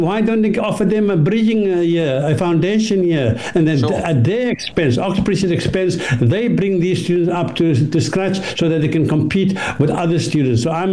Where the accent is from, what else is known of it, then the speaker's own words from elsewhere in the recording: South Africa; moved away; I'm originally from South Africa. And what has happened there in South Africa is a classic example